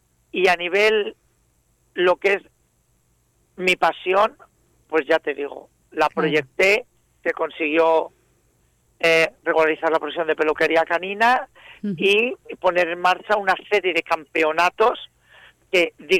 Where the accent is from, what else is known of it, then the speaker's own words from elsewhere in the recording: Alicante, Valencian Community, Spain; moved away as an adult; now in Molina de Segura, Spain; yo no soy de Molina, yo soy de Alicante. Yo vine a trabajar a Murcia hace muchos años